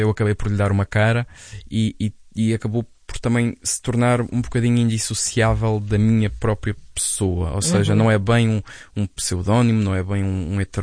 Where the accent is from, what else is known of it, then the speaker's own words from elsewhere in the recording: Lisbon, Portugal; Eu sou nascido e criado em Lisboa, sou alfacinha de Gema.